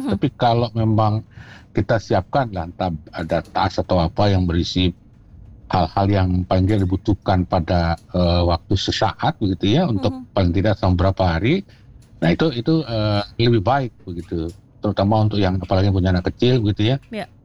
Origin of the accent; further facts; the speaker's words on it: Bogor, West Java, Indonesia; kita warga Bogor